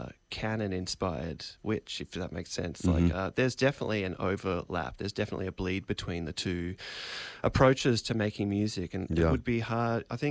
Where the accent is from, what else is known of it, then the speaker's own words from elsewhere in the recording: Melbourne, Victoria, Australia; I'm from Melbourne, more or less.